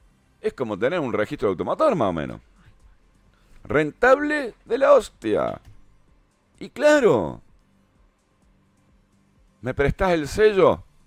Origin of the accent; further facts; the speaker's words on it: Argentina; las que atravesamos todos los argentinos